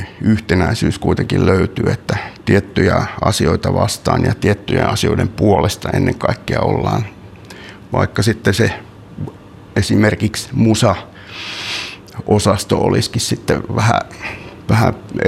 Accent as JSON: {"language": "Finnish", "town": "Suolahti", "region": "Central Finland", "country": "Finland", "tie": "born or raised there", "moved": "yes", "said": "Mä oon kotoisin Suolahdesta, Keski-Suomesta."}